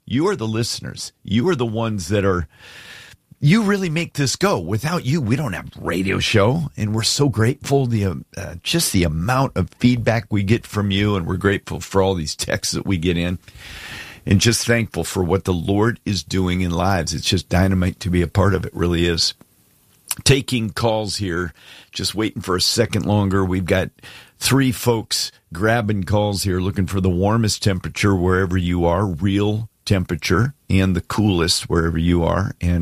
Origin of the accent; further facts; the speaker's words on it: Alaska, United States; where I was raised in Alaska, 66 is called balmy.